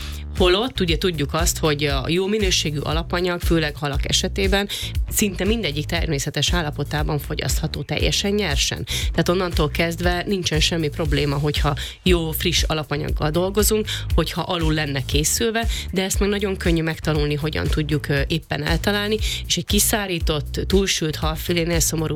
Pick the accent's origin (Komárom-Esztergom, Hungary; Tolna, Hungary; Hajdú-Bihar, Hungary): Tolna, Hungary; Szekszárd; born or raised there